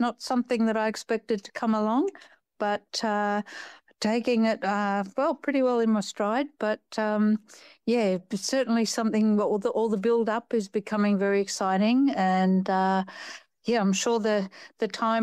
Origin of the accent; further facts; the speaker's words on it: Papua New Guinea; But I went to boarding school. I grew up in New Guinea. I was born and brought up in New Guinea.